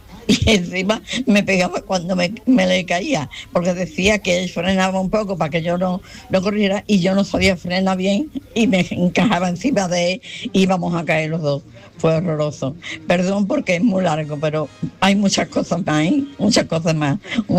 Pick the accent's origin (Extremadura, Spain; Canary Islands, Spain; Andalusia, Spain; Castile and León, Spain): Andalusia, Spain; Alcalá de Guadaíra; y vivíamos aquí en el Castillo de la Renfe, en Alcalá de Guadaira.